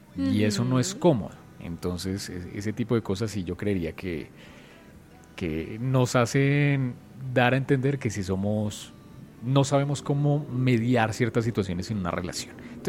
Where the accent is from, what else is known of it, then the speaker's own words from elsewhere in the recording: Colombia; porque colombiano que se respete es muy tocado, ¿no?